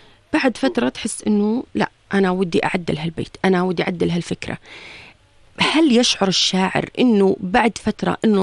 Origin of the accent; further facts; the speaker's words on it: Jordan; أنا مثلا كأردنية